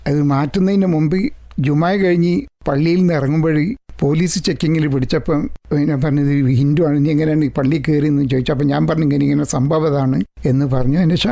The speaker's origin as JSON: {"language": "Malayalam", "town": "Kozhikode", "region": "Kerala", "country": "India", "moved": "as an adult", "said": "Kozhikode Kuttichira"}